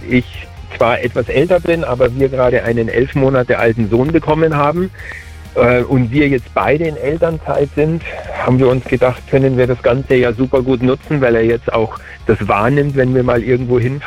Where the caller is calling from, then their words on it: Olching, Bavaria, Germany; komme aus Olching und bin 57.